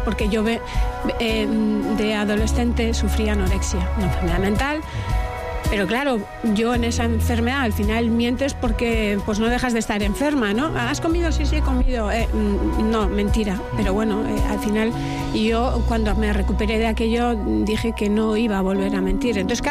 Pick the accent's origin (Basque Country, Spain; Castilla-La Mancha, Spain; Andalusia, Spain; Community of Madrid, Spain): Basque Country, Spain; Mungia; born or raised there